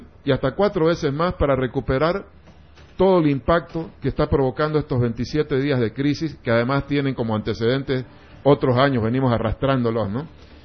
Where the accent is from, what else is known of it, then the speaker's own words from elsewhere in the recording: Bolivia; Y esto nos golpea como bolivianos.